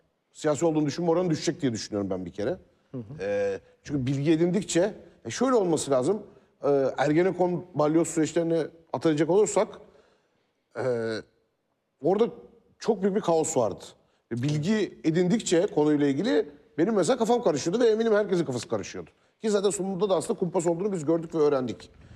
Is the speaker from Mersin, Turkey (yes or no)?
no; Kadıköy, Istanbul, Turkey; born or raised there